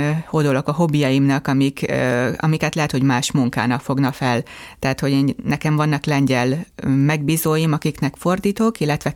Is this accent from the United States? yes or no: no; Dunaharaszti, Pest, Hungary; also born or lived in Budapest; Én Budapesten születtem, de igen, Dunaharasztiak